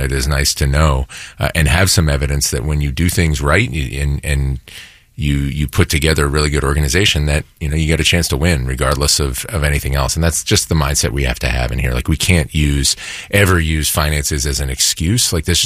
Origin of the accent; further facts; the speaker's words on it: Philadelphia, Pennsylvania, United States; I was from Philly